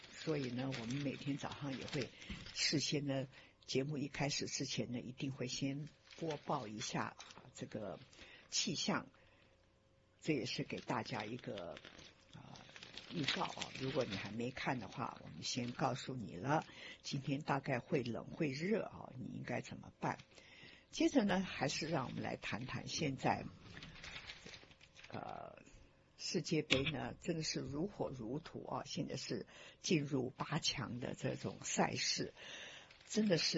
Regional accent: China; 我们中国人说的水火无情那真的是一件让人家感觉到特别不舒服的一件事情

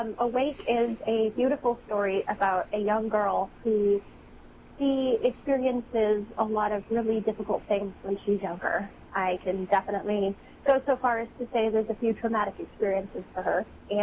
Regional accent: Colorado, United States; moved away; back in my home state in Colorado.

